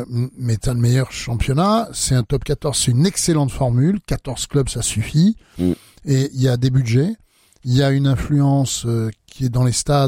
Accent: Toulon, Provence-Alpes-Côte d'Azur, France; Chez nous, à Toulon, ça l'est régulièrement.

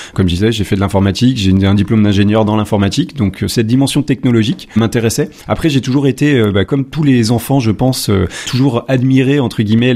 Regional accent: Auvergne-Rhône-Alpes, France; now in Île-de-France, France; Alors moi je suis originaire du Rhône, donc après mon exil en Île-de-France

